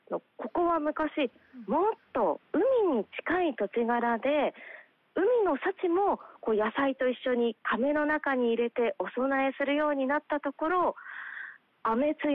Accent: Aichi, Japan; 私も愛知県の出身なんですが

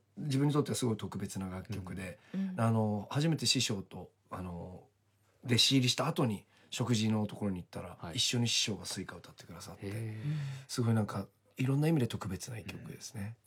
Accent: Kanto, Japan; 僕関東圏の出身なので

